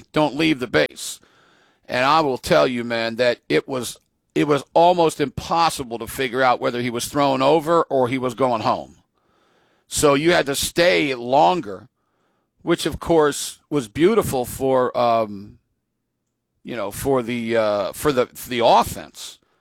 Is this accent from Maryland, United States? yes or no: yes; Baltimore, Maryland, United States; my hometown, Baltimore